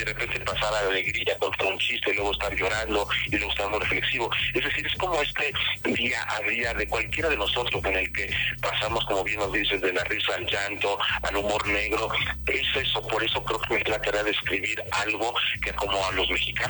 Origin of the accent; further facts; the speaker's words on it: Mexico; Pues fíjate que me baso mucho en cómo somos como mexicanos.